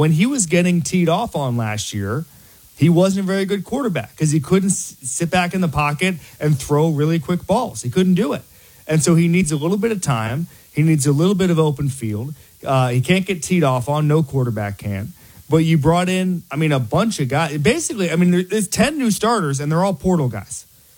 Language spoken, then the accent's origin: English; Florida, United States; So I know a lot more about Auburn football this year than last year because I'm from Florida. I follow USF very closely.